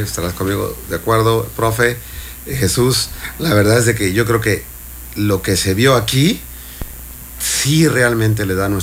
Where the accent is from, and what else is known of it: Mexico